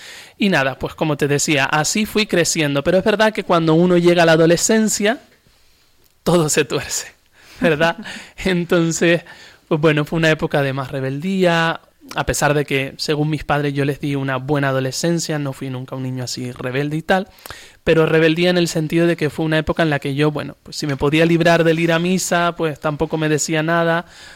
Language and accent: Spanish; Arrecife, Canary Islands, Spain; yo soy de Arrecife, en uh-huh. Lanzarote.